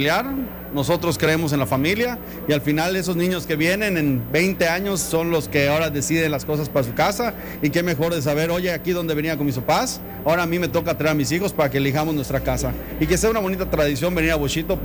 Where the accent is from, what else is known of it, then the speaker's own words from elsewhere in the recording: Yucatán, Mexico; somos orgullosamente yucatecos, pero no solo yucatecos, sino sentimos que somos del sureste de México.